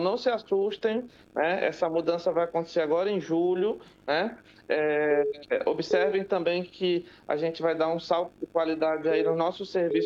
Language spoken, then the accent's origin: Portuguese; Tabatinga, Amazonas, Brazil; eu sou de Tabatinga